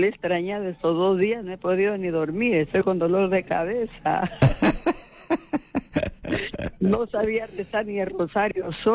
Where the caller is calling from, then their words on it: Ventanilla, Callao, Peru; Ventanilla, Callao.